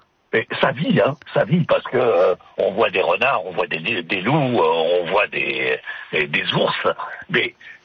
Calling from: Yukon, Canada; je vis au nord du 60e parallèle, au Yukon.

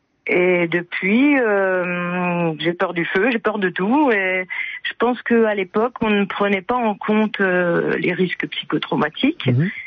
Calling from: Grand Est, France; J'appelle depuis un petit village des Vosges.

